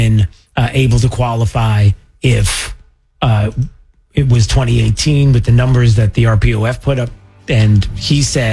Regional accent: New York, United States; I grew up in New York, generations, Knicks fans for the longest time have waited.

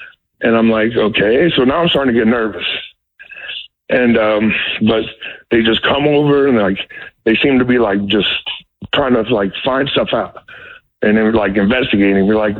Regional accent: Tampa, Florida, United States; I graduated high school. I grew up in Tampa. I played football for one of the big schools over here.

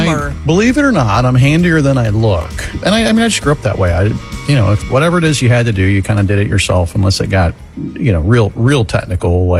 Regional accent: Florida, United States; Well, yeah, I grew up in Florida.

